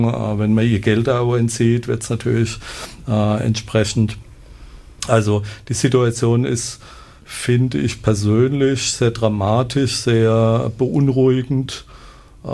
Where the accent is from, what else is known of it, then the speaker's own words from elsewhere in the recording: Germany; Also ich bin ja groß geworden in der Friedensbewegung der BRD der 70er, 80er Jahre.